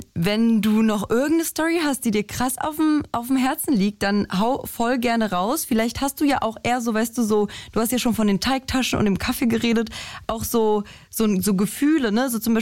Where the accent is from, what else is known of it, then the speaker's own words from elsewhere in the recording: Germany; also born or lived in Poland; Ich bin nur in Polen geboren, aber aufgewachsen halt in Deutschland, deutsche Schule und alles.